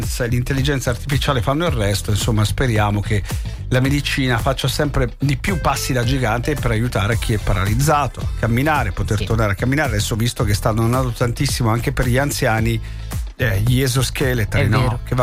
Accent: Campania, Italy; dalle mie parti la laccia è il sedano detti napoletano, la laccia.

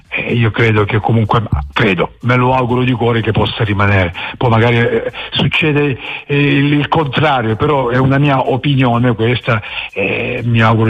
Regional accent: Southern Italy, Italy

